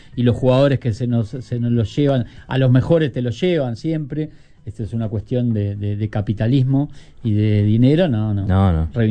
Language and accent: Spanish; Uruguay; me siento un inglés atrapado en el cuerpo de un uruguayo